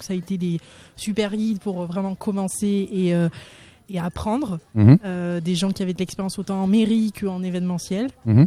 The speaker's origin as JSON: {"language": "French", "town": "Mont-de-Marsan", "region": "Nouvelle-Aquitaine", "country": "France", "tie": "born or raised there", "said": "Je suis originaire de Mont-de-Marsan."}